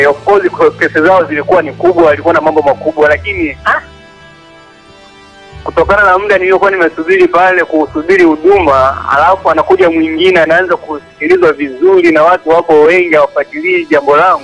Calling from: Kahama, Shinyanga, Tanzania; kutoka Kahama hapa.

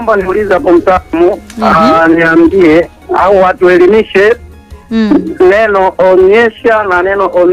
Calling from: Tanzania; tutoka Vikindo hapa.

